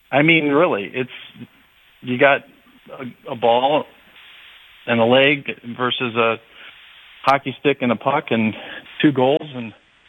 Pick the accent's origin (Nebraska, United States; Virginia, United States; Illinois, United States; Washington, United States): Nebraska, United States; Omaha; being right up the river from Kansas City, growing up in Omaha.